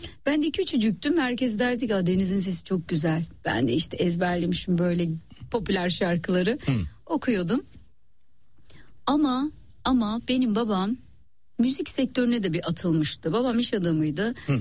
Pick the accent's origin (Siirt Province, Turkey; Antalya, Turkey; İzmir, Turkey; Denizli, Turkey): Siirt Province, Turkey; Onlar da Kayserililer biz Siirtliyiz.